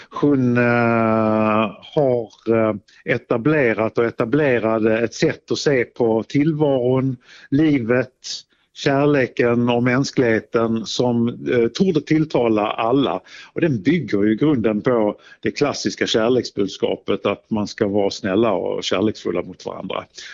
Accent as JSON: {"language": "Swedish", "town": "Skurup", "region": "Skåne", "country": "Sweden", "tie": "born or raised there", "said": "När jag var liten så lyssnade vi mycket på Radio Kristianstad hemma i Skurup där jag bodde."}